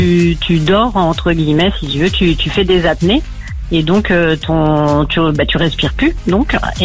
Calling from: Gorges, Pays de la Loire, France; J'habite à Gorge, pas très loin de Nantes.

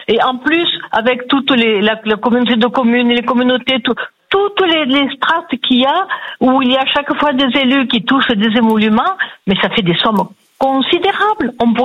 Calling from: Saint-Victoret, Provence-Alpes-Côte d'Azur, France; Je vous appelle de Saint-Victoré. C'est loin d'Aix-en-Provence, entre Aix-en-Provence et Marseille.

